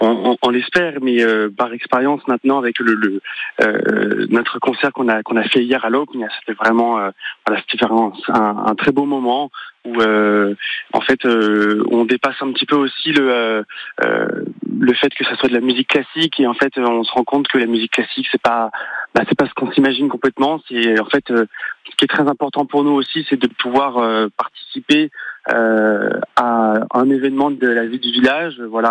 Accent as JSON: {"language": "French", "region": "Corsica", "country": "France"}